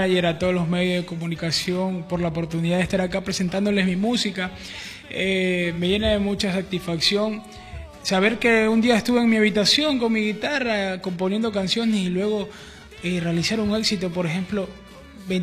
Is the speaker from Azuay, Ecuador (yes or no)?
no; Chone, Manabí, Ecuador; 100% ecuatoriano, 100% manabita. Donde sea que voy, siempre digo, soy de Manabí, soy de Chone.